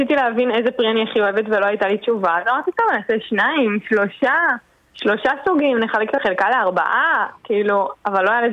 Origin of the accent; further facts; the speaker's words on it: Southern District, Israel; אנחנו גם מהדרום, אזור קריית גת